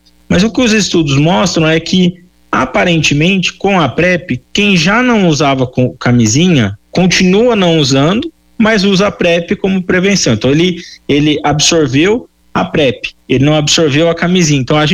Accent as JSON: {"language": "Portuguese", "country": "Brazil"}